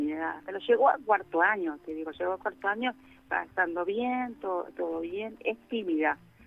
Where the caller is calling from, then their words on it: La Paternal, Buenos Aires, Argentina; de Paternal.